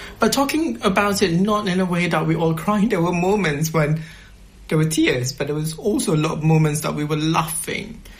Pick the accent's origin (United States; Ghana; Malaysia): Malaysia; English is a second language; now in London, United Kingdom; I don't have to choose between being British or being a Malaysian. I can live for who I am now. Like how I live my early lives with my grandmother.